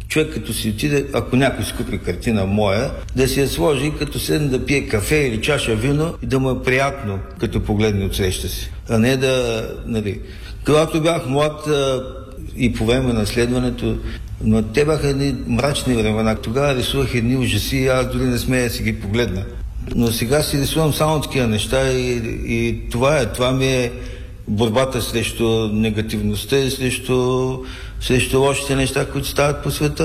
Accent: Varna, Varna Province, Bulgaria; born there; аз съм роден във Варна и съм много щастлив, че изложбата е във Варна. Аз съм урбан човек, градски човек съм.

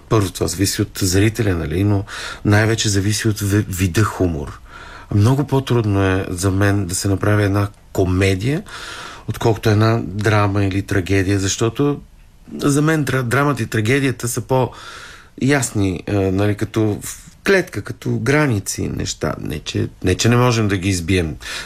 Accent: Cherven Bryag, Pleven Province, Bulgaria; moved away; аз съм израсъл в Червен бряг, роден съм в Плевен, израсъл съм в Червен бряг

